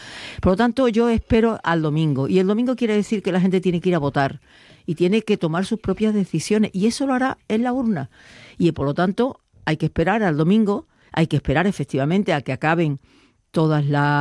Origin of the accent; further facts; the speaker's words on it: Andalusia, Spain; Hombre, a mí lo que no me gustaría como andaluza es que los de Vox, que aquí en Andalucía pues tienen algunos problemas